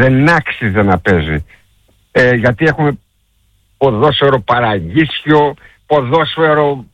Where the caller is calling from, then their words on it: Lagkadas, Central Macedonia, Greece; από το Λαγκαδά